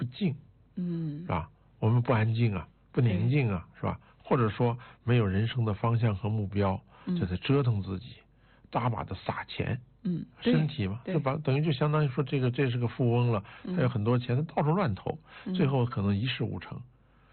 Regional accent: China; 我们身为一个中国人

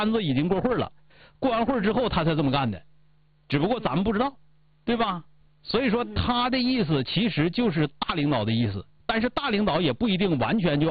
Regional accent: Northeast China, China; 最后咱们老家都是有一句话的，说孩子在外边好好干，实在太累挺就回来。咱们东北足吃足喝，不受那气啊

